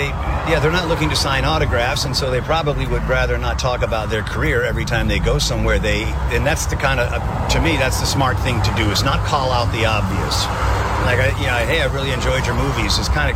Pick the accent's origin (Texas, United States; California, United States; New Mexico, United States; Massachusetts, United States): Massachusetts, United States; Boston; That's right. I mean, I am from Boston